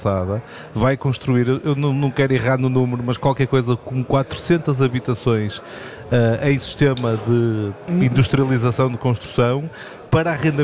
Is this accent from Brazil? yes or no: no; Minho, Portugal; eu sendo minhoto